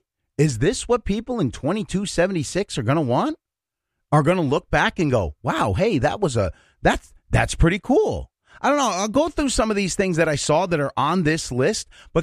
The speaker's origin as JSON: {"language": "English", "country": "United States"}